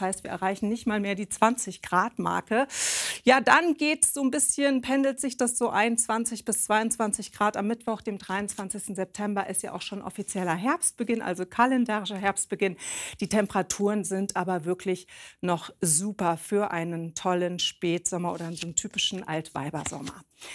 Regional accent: Hesse, Germany; als Hessin

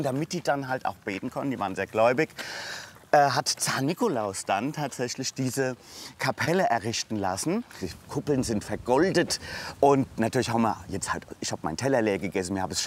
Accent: Darmstadt, Hesse, Germany; Ja, natürlich, ich bin Darmstädter Gewächs und dann, das ist unser Gutstub.

